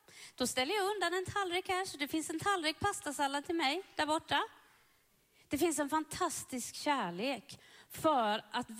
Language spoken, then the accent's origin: Swedish; Sweden; jag är uppvuxen i HV-staden